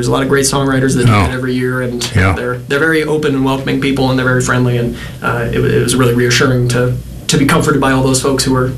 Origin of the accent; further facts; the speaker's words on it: Jackson, Wyoming, United States; I hail from Jackson, Wyoming, which is a place where it's hard to buy houses.